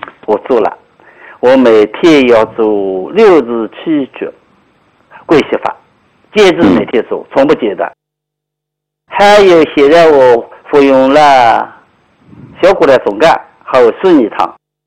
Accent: Nanjing, Jiangsu, China; 75岁了。

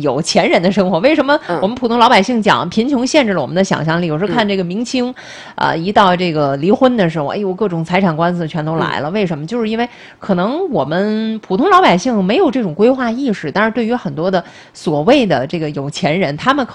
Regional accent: China; 就是好像我们中国人自古

